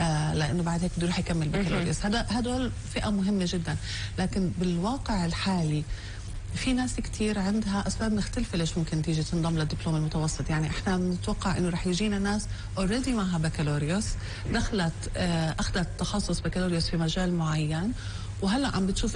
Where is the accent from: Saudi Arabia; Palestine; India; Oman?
Palestine; بالسياق الفلسطيني وبالتحديات اللي بنعيشها هون بالبلد